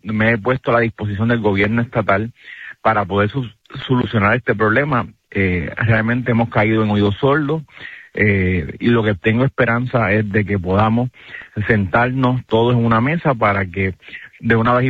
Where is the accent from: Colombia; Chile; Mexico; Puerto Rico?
Puerto Rico; Camuy; y, por supuesto, de mi pueblo de Camuy.